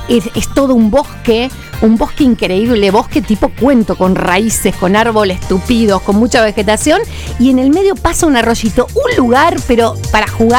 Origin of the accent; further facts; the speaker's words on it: Punta Alta, Buenos Aires Province, Argentina; Saben que soy de Punta Alta